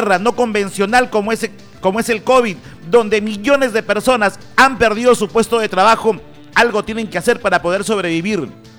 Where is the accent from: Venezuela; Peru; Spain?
Peru